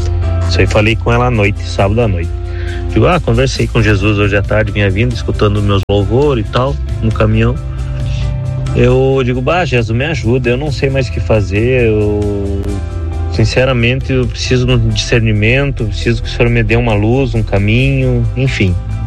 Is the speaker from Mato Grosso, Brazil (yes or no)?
no; Santa Maria, Rio Grande do Sul, Brazil; Sou da cidade de Santa Maria, Rio Grande do Sul.